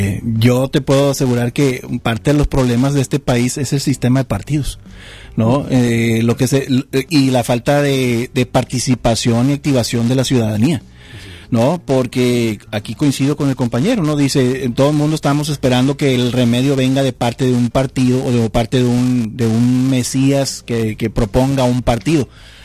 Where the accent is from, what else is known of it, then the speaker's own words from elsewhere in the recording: Mexico; todos somos mexicanos